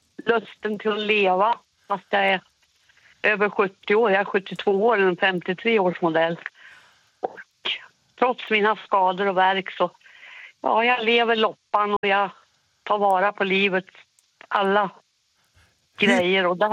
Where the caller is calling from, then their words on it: Filipstad, Värmland, Sweden; Hemma i Värmland.